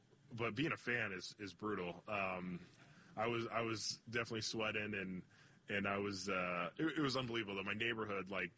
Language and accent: English; California, United States; Yeah, I am from Southern California, but I think if you look at my background and family, like, it's based off of, like, blue-collar hard work.